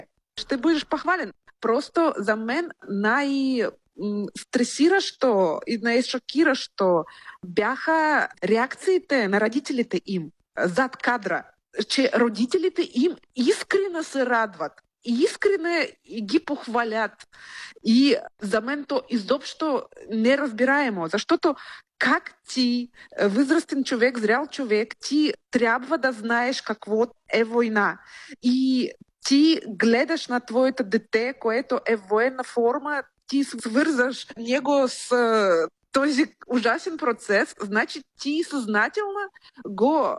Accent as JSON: {"language": "Bulgarian", "town": "Tomsk", "region": "Tomsk Oblast", "country": "Russia", "tie": "born or raised there", "second_language": "Bulgarian", "moved": "yes", "said": "в моя роден град Томск"}